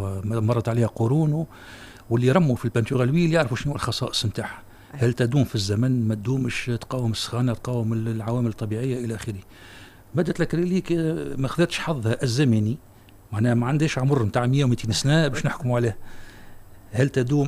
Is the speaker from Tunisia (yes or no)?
yes; Tunisia; عندنا في تونس